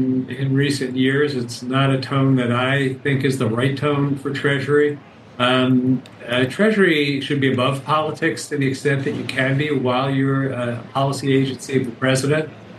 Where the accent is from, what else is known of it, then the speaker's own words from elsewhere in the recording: New York, United States; as a New Yorker